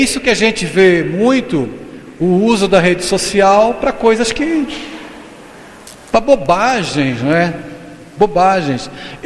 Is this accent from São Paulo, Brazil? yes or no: yes; São Paulo, Brazil; now in Recife, Brazil; sou de São Paulo, então eu andava lá na Marginal Pinheiros, na Marginal Tietê